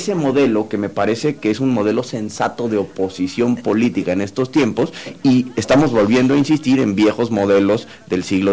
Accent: Mexico

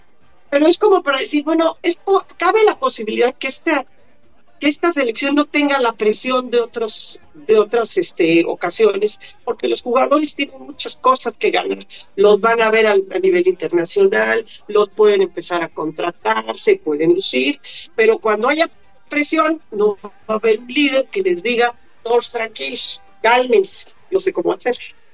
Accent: Mexico

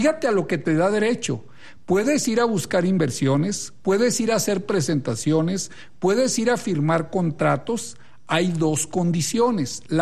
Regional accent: Torreón, Coahuila, Mexico; now in Guadalajara, Mexico; Torreón, Coahuila.

